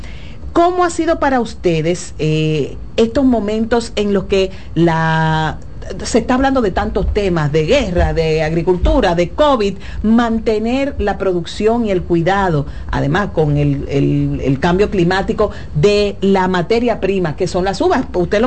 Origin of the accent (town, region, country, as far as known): Dominican Republic